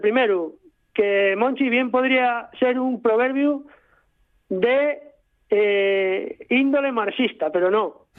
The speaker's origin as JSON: {"language": "Spanish", "region": "Asturias", "country": "Spain", "said": "hay que recordar que Verónica lleva vasca, yo soy asturiano, ella lleva ya 10 años viviendo aquí en Asturias"}